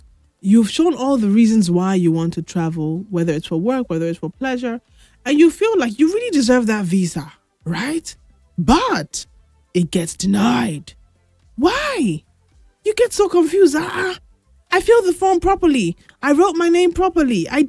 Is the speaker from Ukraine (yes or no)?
no; Nigeria; As a Nigerian